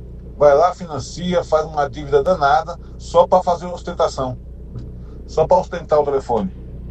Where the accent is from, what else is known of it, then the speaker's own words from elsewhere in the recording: São Paulo, Brazil; Bom dia, Antônio Carlos, eu sou de São Miguel Paulista.